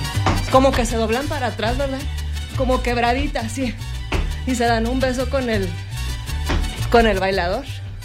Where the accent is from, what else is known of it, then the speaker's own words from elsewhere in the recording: Mexico; Nada más porque somos mexicanos.